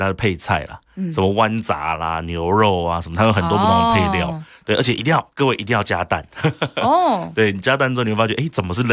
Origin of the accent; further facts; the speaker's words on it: Taiwan; 然后我们台湾人其实没有吃那么重油重咸嘛。